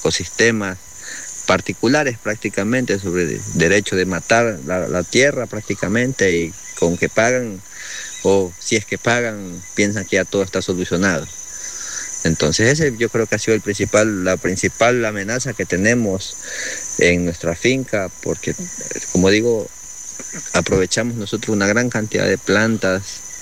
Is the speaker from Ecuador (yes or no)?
yes; Ecuador